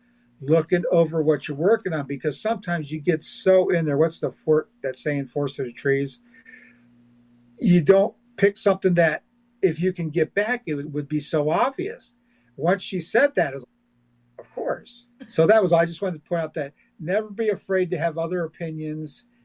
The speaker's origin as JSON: {"language": "English", "region": "Florida", "country": "United States", "tie": "born or raised there", "also_born_or_lived": "Flagstaff", "said": "I am a Navajo, and I was born in Flagstaff, Arizona. And surprise, I am also half Spanish. So I've lived with internal conflict my whole life. But I pretty much have lived here in Florida since I was about six."}